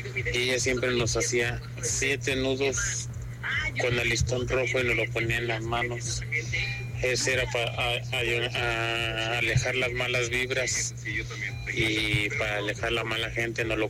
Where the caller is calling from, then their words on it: Huasteca, Mexico; Yo soy de la Huasteca.